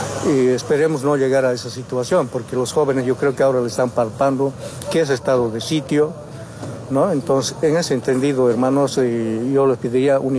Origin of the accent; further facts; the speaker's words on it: Bolivia; nosotros como pueblo boliviano